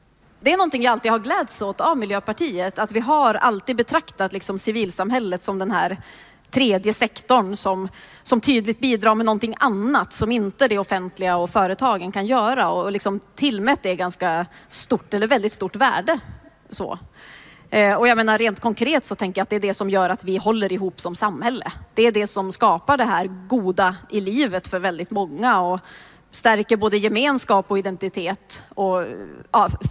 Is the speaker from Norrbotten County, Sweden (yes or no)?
yes; Luleå, Norrbotten County, Sweden; Jag har ju sportat mycket som barn, mycket tennisklubben i Luleå hängde jag mycket med